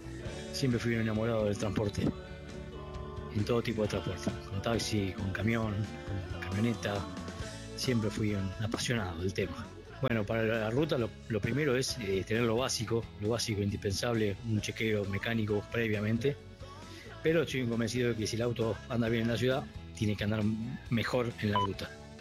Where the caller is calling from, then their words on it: Ramos Mejía, Buenos Aires, Argentina